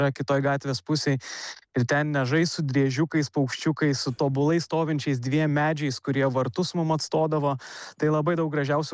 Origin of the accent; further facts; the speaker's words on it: Vilkija, Kaunas County, Lithuania; Kažkaip dar neatrodo, kad išvažiavau iš Vilkijos labai, nes per daug dažnai užsuku.